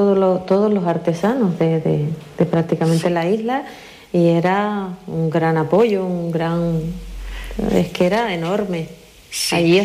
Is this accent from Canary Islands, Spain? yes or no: yes; Icod de los Vinos, Canary Islands, Spain; Ayuntamiento de Ico de los Vinos, de donde soy yo, el poco apoyo